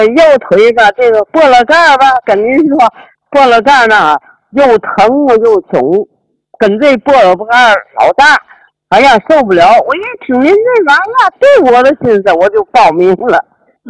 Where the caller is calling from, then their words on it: Tianjin, China; 我是天津的，